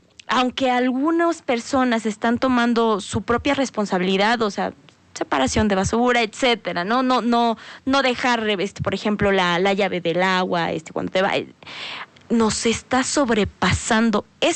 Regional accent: Tehuacán, Puebla, Mexico; de donde yo soy, de Tehuacán, Puebla

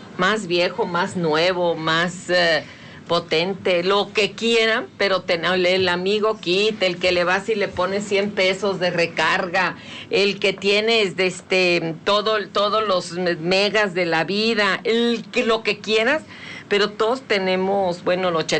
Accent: Mexico; los mexicanos aceptamos, bueno, aquí en México

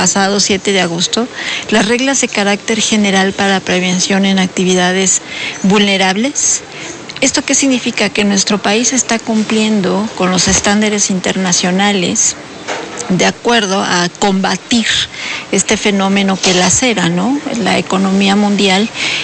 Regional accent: Mexico

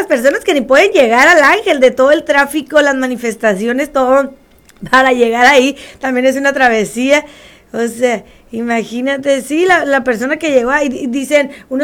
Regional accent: Mexico; los mexicanos, como los mexicanos no hay dos, los mexicanos podemos quedarnos endeudados, no comer, no pagar impuestos

